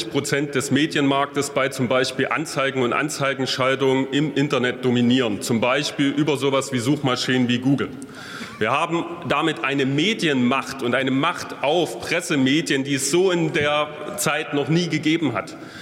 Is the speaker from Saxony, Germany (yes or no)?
yes; Leipzig, Saxony, Germany; In meiner Heimatstadt Leipzig